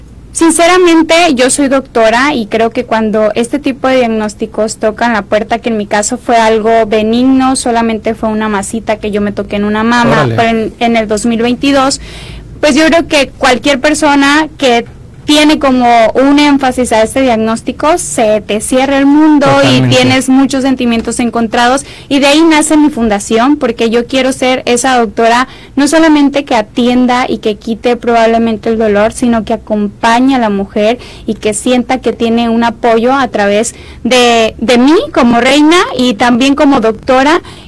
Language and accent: Spanish; Mexico; que conozcan lo que somos las mujeres mexicanas alegres, nuestra música, nuestra gastronomía